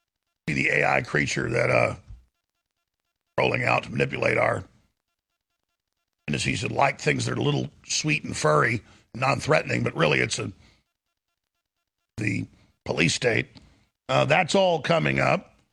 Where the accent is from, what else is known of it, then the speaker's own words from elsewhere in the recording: Dallas, Texas, United States; I grew up at the time the richest county in Texas, right outside Dallas